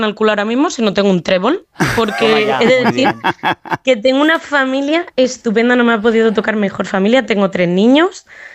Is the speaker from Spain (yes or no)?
yes; Extremadura, Spain; accent: Madrid; also born or lived in Madrid; now in Ireland; Pues es que el acento es un poco tirando de Madrid, porque nací en Madrid, pero soy extremeña y defiendo mucho mi orgullo extremeño.